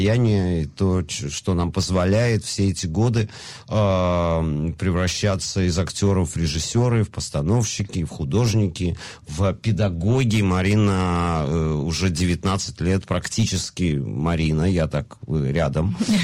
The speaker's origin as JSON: {"language": "Russian", "region": "Tashkent", "country": "Uzbekistan", "moved": "yes", "said": "Мы из Ташкента"}